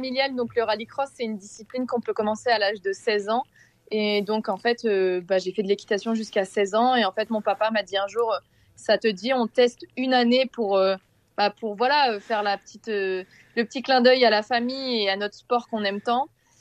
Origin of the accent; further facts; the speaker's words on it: Normandy, France; born there; now in Sarthe, France; moi je suis née dans l'Orne, mais j'habite dans la Sarthe, donc c'est mes deux départements, on va dire, de natal, donc j'y tiens vraiment énormément.